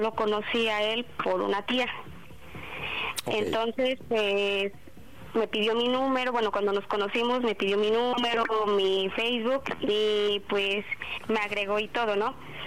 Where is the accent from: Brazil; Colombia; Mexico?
Mexico; Mexico City; Tengo 24 y soy de la Ciudad de México.